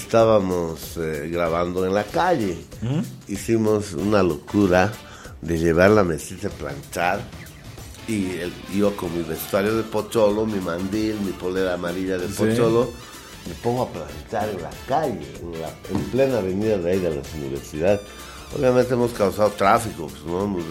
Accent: Cochabamba, Bolivia; Todos habíamos sido cochabambinos.

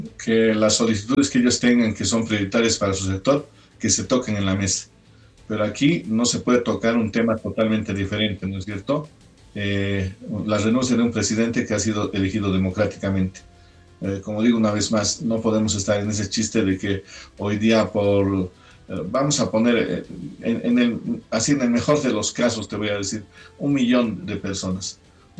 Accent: Bolivia; todos somos bolivianos

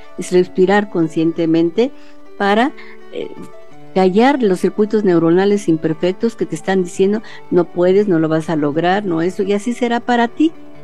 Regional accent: Mexico

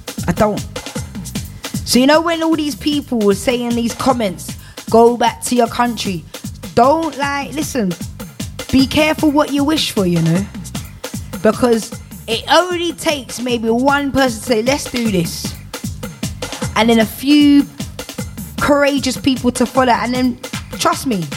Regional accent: United Kingdom; born there; I was born in this country.

